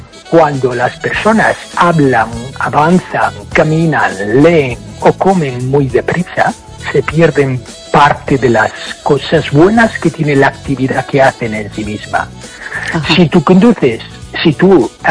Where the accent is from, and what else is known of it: Ireland; first language English; Spanish is a second language